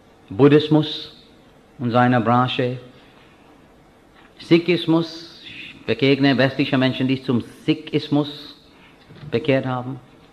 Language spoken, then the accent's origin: German; India; now in Switzerland; Ich bin Inder, meine Frau ist Schweizerin.